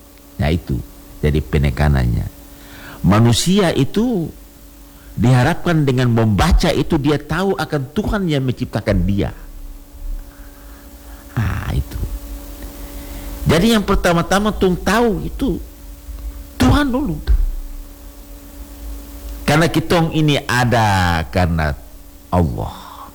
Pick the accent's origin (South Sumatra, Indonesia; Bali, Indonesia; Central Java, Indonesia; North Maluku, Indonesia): North Maluku, Indonesia; Ternate; saya juga sebagai orang Ternate